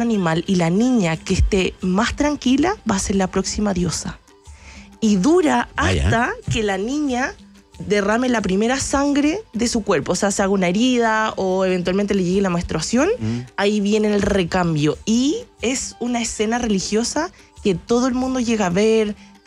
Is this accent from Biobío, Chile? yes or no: no; Santiago, Santiago Metropolitan Region, Chile; Yo decía, bueno, yo conozco la cordillera, vengo de Santiago de Chile, sí, pero no.